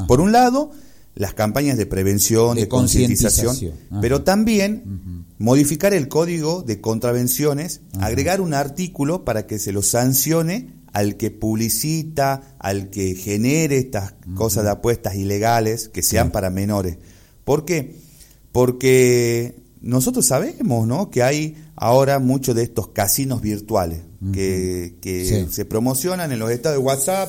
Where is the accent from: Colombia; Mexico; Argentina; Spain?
Argentina